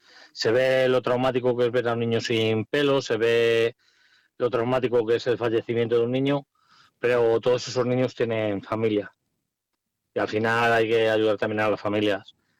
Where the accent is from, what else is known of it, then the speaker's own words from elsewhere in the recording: Salamanca, Castile and León, Spain; porque somos de Salamanca